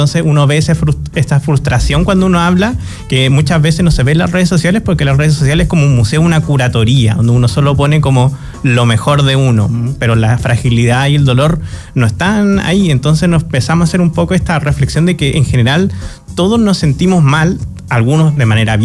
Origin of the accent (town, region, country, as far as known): Chile